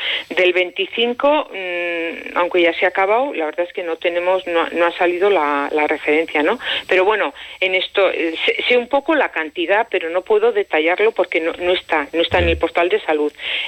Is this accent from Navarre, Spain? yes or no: yes; Navarre, Spain; yo soy de Navarra.